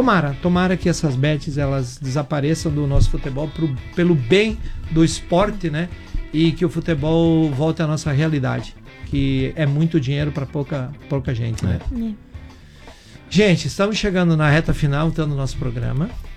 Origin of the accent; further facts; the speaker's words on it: Brazil; a gente é brasileiro